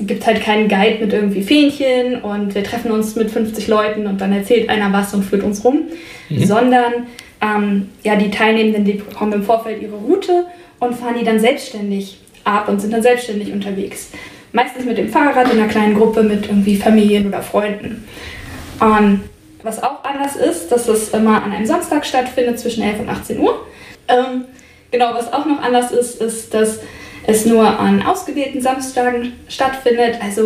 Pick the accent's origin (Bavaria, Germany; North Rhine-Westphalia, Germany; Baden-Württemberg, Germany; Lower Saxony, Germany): Lower Saxony, Germany; Braunschweig; ich bin 31 Jahre alt, gebürtige Braunschweigerin, also hier auch aufgewachsen und wohne jetzt auch wieder hier.